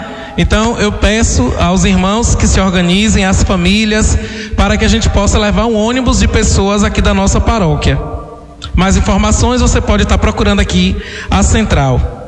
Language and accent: Portuguese; Northeast Region, Brazil; sobretudo nós que somos nordestinos